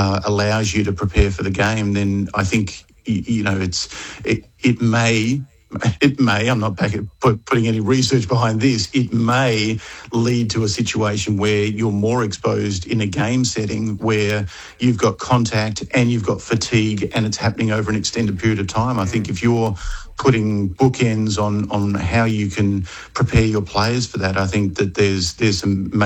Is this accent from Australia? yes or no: yes; Australia; Pleasure, guys, and excited to have Melbourne put on the map in such a big way. I'm very proud as an Australian.